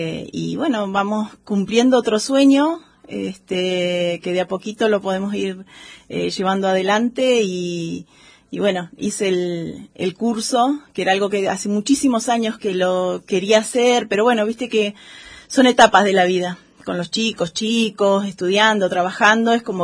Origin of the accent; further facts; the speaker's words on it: Esquel, Chubut, Argentina; born there; yo soy nacida acá en Esquel, toda mi familia vive acá en Esquel y tenemos una chacra allá en Costa del Chubut. Estamos a 10 kilómetros del cerro y muy muy cerquita de lo que es Fofocahuel.